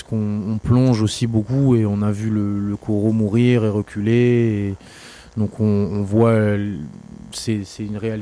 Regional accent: New Caledonia; also born or lived in Paris / Toulouse; now in Haute-Vallée de l'Aude, France; comme j'ai grandi en Nouvelle-Calédonie, c'est vrai que mes premières années en France, j'ai été en ville, donc j'ai été à Paris, j'ai été à Toulouse.

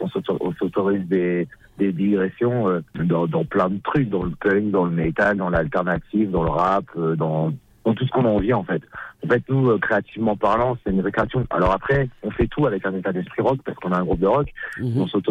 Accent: Lille, Hauts-de-France, France; on vient de Lille à la base

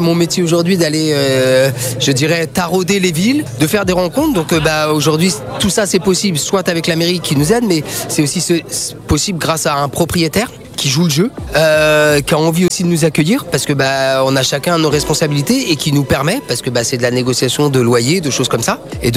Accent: Paris, Île-de-France, France; born there; moved away; je suis parisien de naissance

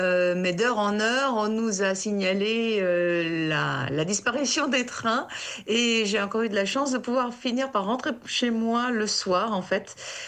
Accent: Périgueux, Nouvelle-Aquitaine, France; moved away as an adult; also born or lived in Bordeaux, France; now in Angoulême, France; Je suis née à Bordeaux. J'ai grandi à Périgueux. J'ai fait mes études de nouveau à Bordeaux. Et je me suis installée à Angoulême

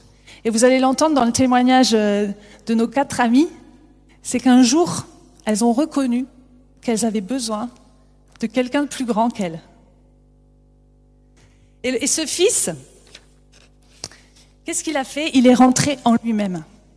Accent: France; En tant que bon français

